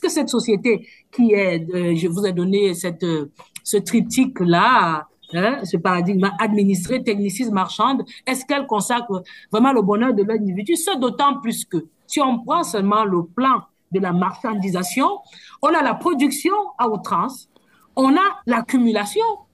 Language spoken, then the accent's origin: French; Cameroon